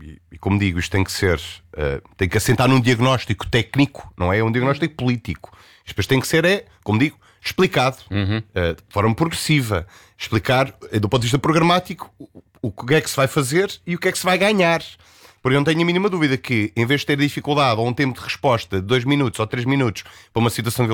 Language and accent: Portuguese; Centro, Portugal; na minha terra, que eu sou da zona da Beira Baixa